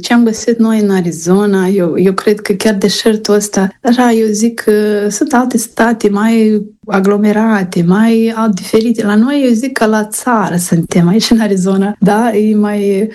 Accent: Lozova, Moldova; moved away as an adult; eu mă mândresc foarte mult că sunt lozoveancă și sunt din Moldova

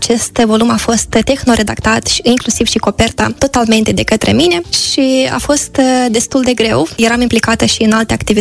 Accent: Moldova; Data de 24 pentru noi ca moldoveni are un loc aparte.

